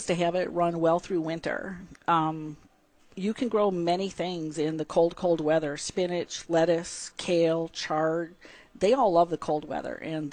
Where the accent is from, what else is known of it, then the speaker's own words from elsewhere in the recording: Saginaw, Michigan, United States; moved away; also born or lived in Virginia; So I've been I'll say back in the Tri-Cities area for the last year. I'm from Saginaw originally, but have lived away for about 30 years. And at my last home in Virginia